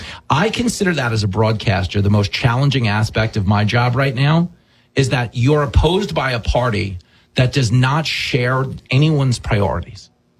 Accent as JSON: {"language": "English", "town": "Levittown", "region": "New York", "country": "United States", "tie": "born or raised there", "also_born_or_lived": "Long Island", "said": "I grew up in America. I'm 49 years old. Okay, I grew up in Levittown. We have a Levittown, PA. I grew up in Levittown, Long Island. Very similar. Suburban, hardscrabble."}